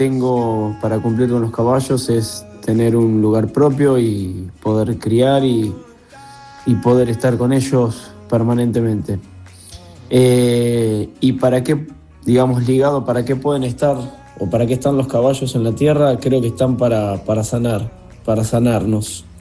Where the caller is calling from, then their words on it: La Plata, Buenos Aires Province, Argentina; de La Plata.